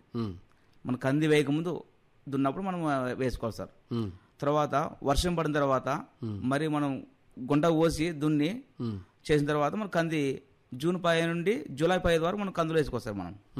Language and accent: Telugu; Kanakaveedu, Andhra Pradesh, India; కర్నూలు జిల్లా ఎమ్మినూరు తాలూకా నందవరం మండలం కనకవీడు గ్రామం నుండి మేము వచ్చినాం సార్.